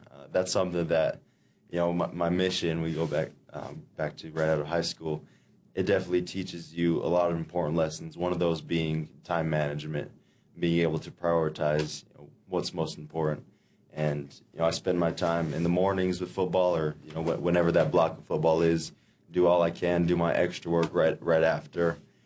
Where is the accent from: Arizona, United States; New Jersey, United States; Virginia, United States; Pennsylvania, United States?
Arizona, United States; it felt like the right thing for me to do to go back to, to my hometown, go back, be able to play in Arizona around family and stuff like that.